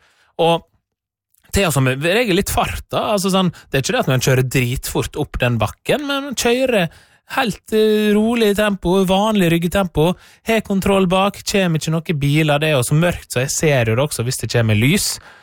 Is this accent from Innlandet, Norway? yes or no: no; Møre og Romsdal, Norway; jeg var hjemme, og hjemme på Sunnmøre I min barndomsheim